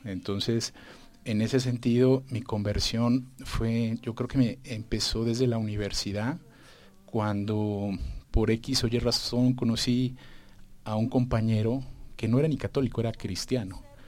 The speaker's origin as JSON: {"language": "Spanish", "country": "Mexico", "said": "como ya lo saben, soy mexicano. Yo vengo de una familia muy tradicional, pero cuando digo tradicional es porque toda mi familia ha sido católica, porque mis papás son católicos, porque mis abuelos son católicos"}